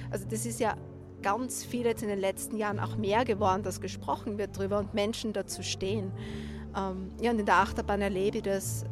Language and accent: German; Styria, Austria; ich komme aus der Obersteiermark